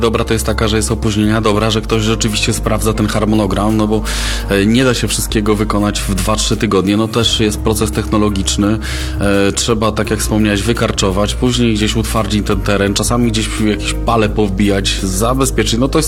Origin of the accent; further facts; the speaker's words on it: Lublin, Lublin Voivodeship, Poland; czyli my z Polski mamy z Lublina około 1500 km do Aten